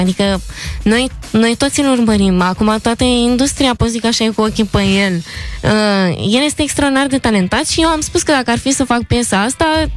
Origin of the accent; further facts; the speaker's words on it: Vrancea County, Romania; eu sunt din Vrancea.